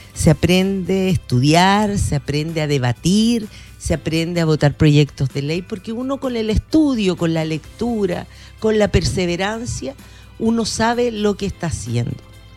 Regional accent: Chile

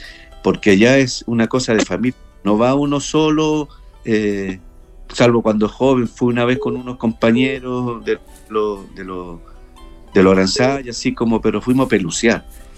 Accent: Iquique, Tarapacá, Chile; moved away; yo soy pampino, soy quiqueño y pampino

